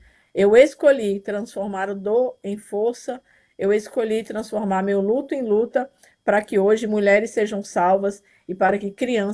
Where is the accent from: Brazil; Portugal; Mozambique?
Brazil; Teófilo Otoni, Minas Gerais; moved away as an adult; also born or lived in Belo Horizonte, Minas Gerais; now in Pará, Brazil; eu sou mineira, estou aqui no estado do Pará, mas sou natural de Teoflotone, Minas Gerais, e vivi 20 anos aí em Belo Horizonte.